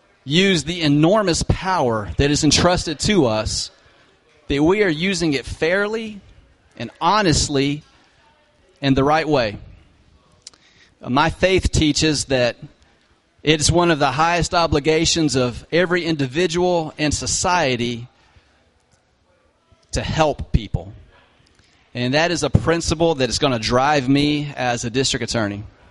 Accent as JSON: {"language": "English", "town": "Pilot Mountain", "region": "North Carolina", "country": "United States", "tie": "born or raised there", "lives_now": "Mount Airy, United States"}